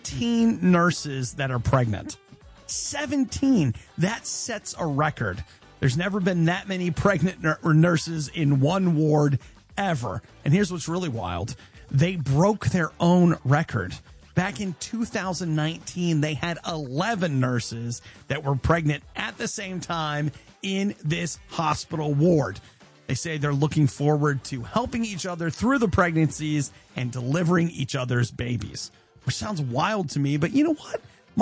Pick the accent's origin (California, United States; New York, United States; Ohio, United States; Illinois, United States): Ohio, United States; on Spirit Radio. I'm actually from Ohio, not the Miami Valley, though.